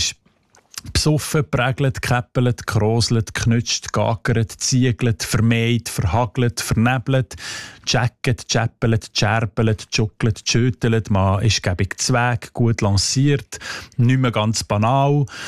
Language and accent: German; Fribourg, Switzerland; accent: Sensler German